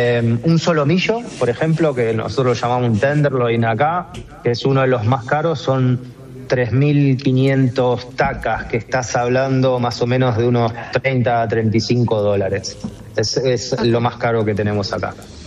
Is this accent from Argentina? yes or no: yes; Argentina; Cada vez que decís que sos de Argentina, nada, no lo pueden creer, ¿viste?